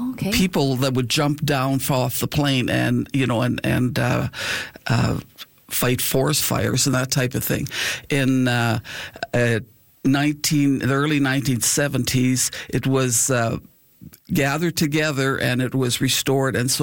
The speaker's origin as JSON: {"language": "English", "town": "Rose Valley", "region": "Saskatchewan", "country": "Canada", "tie": "born or raised there", "said": "So the story originated at Arose Valley, which is my hometown"}